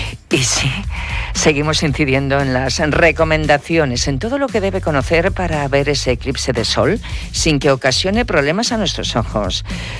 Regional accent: Cantabria, Spain; Somos muy cántabros.

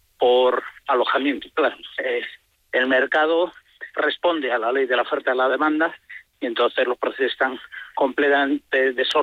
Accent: Valladolid, Castile and León, Spain; Yo siempre digo que somos los vallisoletanos los primeros que nos tenemos que creer las bondades de nuestra ciudad

